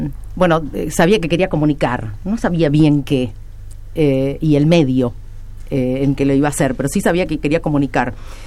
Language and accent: Spanish; San Genaro, Santa Fe, Argentina; una radio muy conocida de donde soy yo, de San Genaro